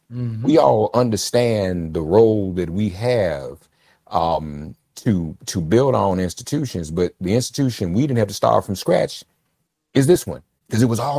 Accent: Washington, District of Columbia, United States; moved away as an adult; even though I don't live in D.C. no more, I'm able to be in my hometown, a place of my birth, with you every Monday in Washington, D.C.

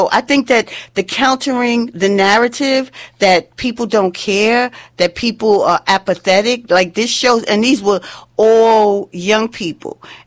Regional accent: Brooklyn, New York, United States; also born or lived in New Jersey; I'm born and raised in Brooklyn. I lived in New Jersey for a while, raising my children with my first husband, my ex-husband. And then I moved back to New York, to Brooklyn, after I divorced

